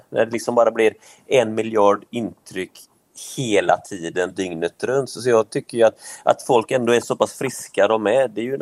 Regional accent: Västra Götaland County, Sweden; born there; Jag är ju född på nu utanför Göteborg.

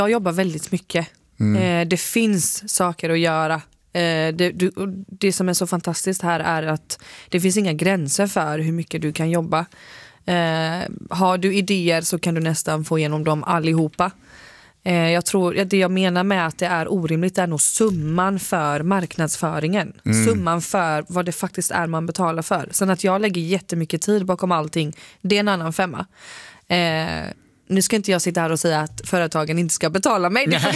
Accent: Skillingaryd, Jönköping County, Sweden

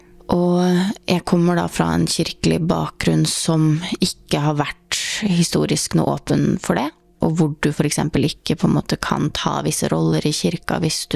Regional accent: Southern Norway, Norway; Swedish is a second language; Som man hör så är jag från, inte engang från norsk sida av Sápmi. Jag har vuxit upp sörpå i Norge.

